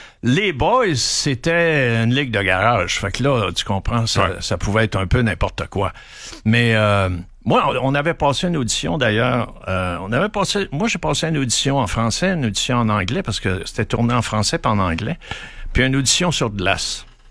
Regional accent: Granby, Quebec, Canada; je viens de Granby, on était 5 gars de Granby

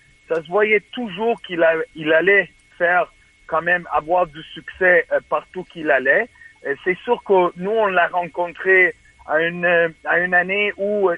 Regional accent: Canada; Non, pour moi, c'est vraiment le Canada. J'ai fait partie de l'équipe canadienne. Je suis canadien.

